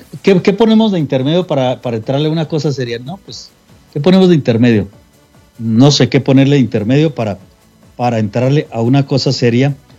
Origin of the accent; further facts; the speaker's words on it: Mexico; moved away; Cuando, bueno, al momento que vine de México, todavía no llegaba el tiempo en que me tuviera que endeudar tanto como para andarme escondiendo del cobrador.